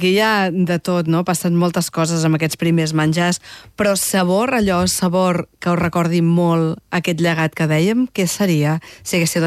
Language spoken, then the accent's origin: Catalan; Tarragona, Catalonia, Spain; Què t'he de dir, que jo sóc de Tarragona?